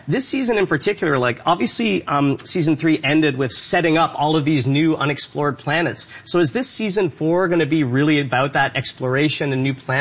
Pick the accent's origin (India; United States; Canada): Canada; So I love that as a Canadian that you're filming.